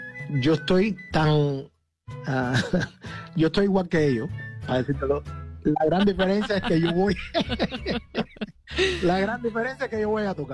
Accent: Cuba; now in United States; que soy cubano con tantos bajistas buenos que hay acá, que nacieron en este país, en Estados Unidos.

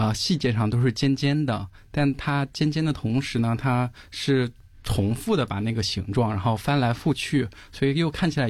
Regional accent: China; moved away as an adult; now in Melbourne, Australia; 我作为一个在中国长大的一个人

